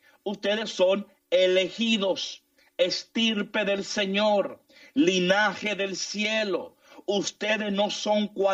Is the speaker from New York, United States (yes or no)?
yes; New York, United States; born or raised there